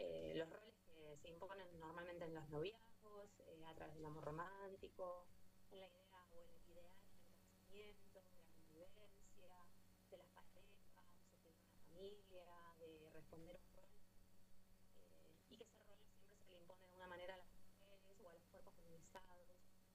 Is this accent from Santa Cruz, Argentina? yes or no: no; Cinco Saltos, Río Negro, Argentina; Cinco Saltos, la ciudad donde yo nací y de donde yo vengo. Así que también estoy muy ansiosa de poder encontrarme con la gente que me vio crecer, con gente del mismo lugar donde yo crecí